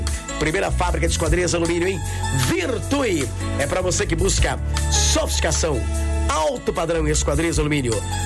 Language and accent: Portuguese; Descalvado, São Paulo, Brazil; moved away; Descalvado, minha terra querida, amada, onde tudo começou em minha vida.